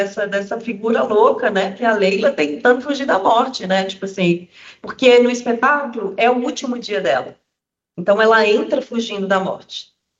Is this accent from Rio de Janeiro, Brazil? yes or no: no; Minas Gerais, Brazil; Sou mineira e aí estudei em Ouro Preto